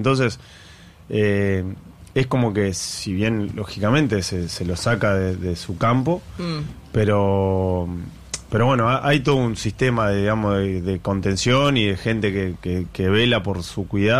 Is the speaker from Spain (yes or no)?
no; Mercedes, Argentina; now in Nueve de Julio, Argentina; Yo soy de Mercedes. Pero ya hace unos cuantos años que vivo en 9 de julio.